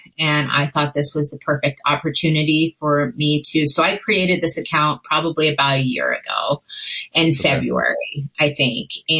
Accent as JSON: {"language": "English", "region": "Kansas", "country": "United States", "tie": "born or raised there", "said": "I grew up in Kansas, northwest corner of Kansas, and grew up on a farm."}